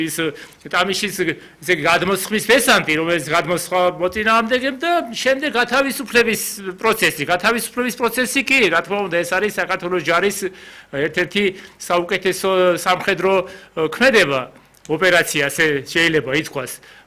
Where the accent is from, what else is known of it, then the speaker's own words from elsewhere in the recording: Western Georgia, Georgia; მე თვითონ დასავლეთიდან ვარ